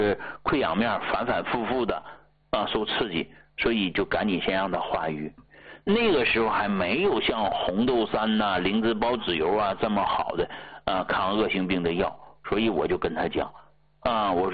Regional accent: Northeast China, China; 你看咱们东北人啊，北方人喜欢吃这个大米啊

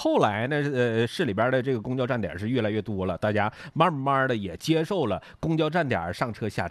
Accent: Liaoyuan, Jilin, China; 作为辽源人土生土长的

